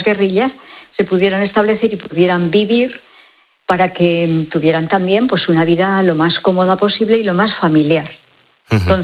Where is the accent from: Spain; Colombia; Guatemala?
Spain; Bañares, La Rioja; now in El Salvador; Pues una de Logroño, como soy yo, soy de Bañares, ¿eh?